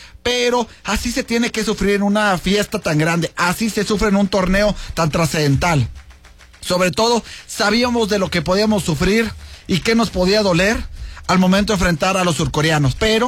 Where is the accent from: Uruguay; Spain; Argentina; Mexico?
Mexico; hoy como mexicanos tomamos tequila